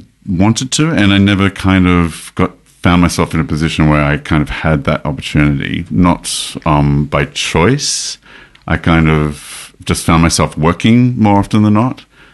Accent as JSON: {"language": "English", "town": "Sydney", "region": "New South Wales", "country": "Australia", "said": "I'm from Sydney, I was studying at Sydney University"}